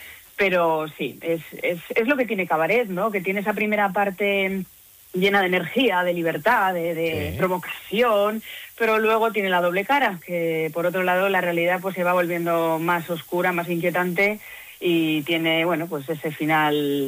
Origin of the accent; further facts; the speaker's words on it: Basque Country, Spain; cómo somos los vascos, ¿eh?